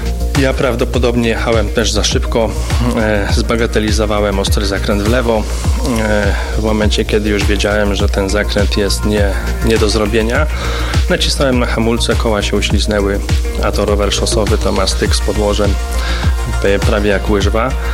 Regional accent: Jelenia Góra, Lower Silesian Voivodeship, Poland; jestem z Jeleniej Góry.

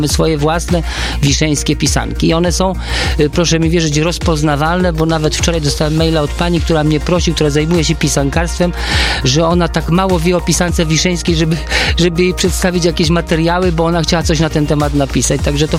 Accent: Lower Silesian Voivodeship, Poland; born there

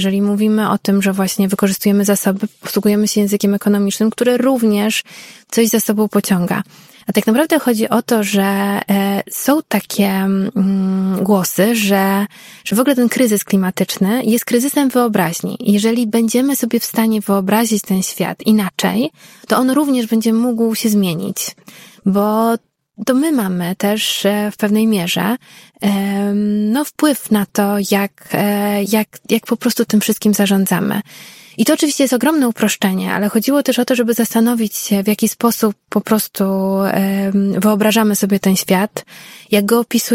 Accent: Warsaw, Masovian Voivodeship, Poland; born there; Ja się urodziłam w Warszawie i to miasto kocham i gdzieś czuję też, że to jest po prostu moje miasto

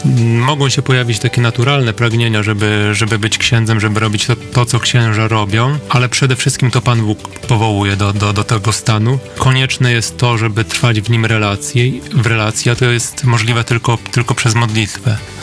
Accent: Szczecin, West Pomeranian Voivodeship, Poland; Ja jestem ze Szczecina, z dużej parafii z Warszawy

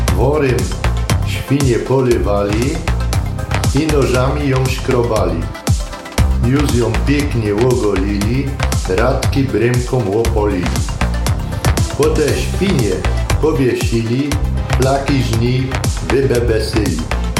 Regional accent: Cięcina, Silesian Voivodeship, Poland

